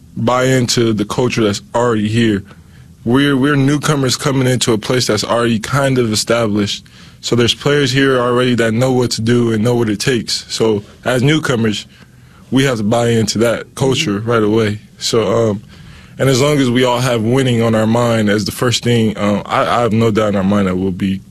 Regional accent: Las Vegas, Nevada, United States; moved away as an adult; now in Nebraska, United States; born and raised in Vegas

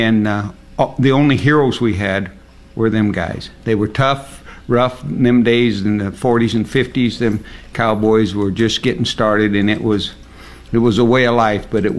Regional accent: Red Lodge, Montana, United States; strangely enough, I came from a coal mining town. And ever since I was a little kid, I wanted to ride broncs. I was raised in Red Lodge, Montana, with the Menderman family in the Greenos

